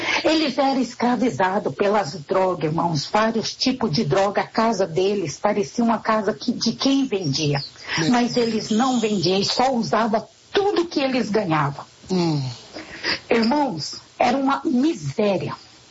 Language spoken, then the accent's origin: Portuguese; Mato Grosso do Sul, Brazil; sou aqui da cidade de Coxê, Mato Grosso do Sul.